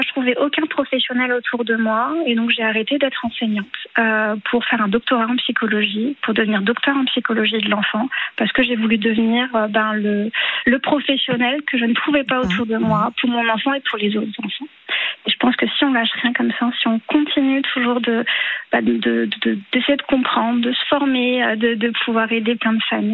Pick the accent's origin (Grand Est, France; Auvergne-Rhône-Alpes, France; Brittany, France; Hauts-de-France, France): Grand Est, France